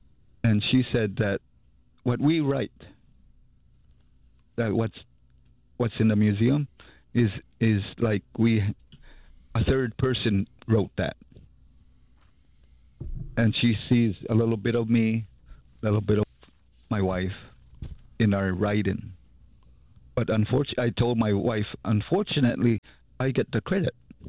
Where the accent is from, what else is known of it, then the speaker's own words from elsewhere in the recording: United States; this is the only place you will learn about the Meskwaki tribe. Those other museums don't really tell about us.